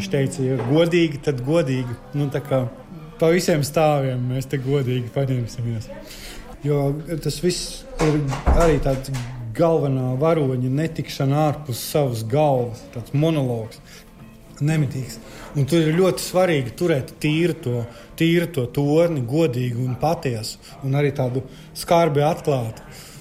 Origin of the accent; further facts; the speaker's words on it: Courland, Latvia; Viņa ir žemaitieta. Un es esmu kurzemnieks.